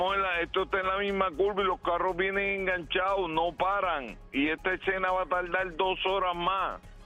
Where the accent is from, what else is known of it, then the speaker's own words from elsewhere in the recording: Fajardo, Puerto Rico; yo soy nacido y criado aquí en Fajardo.